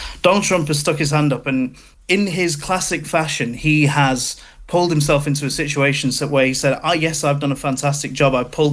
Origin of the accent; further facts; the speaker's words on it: England, United Kingdom; as an Englishman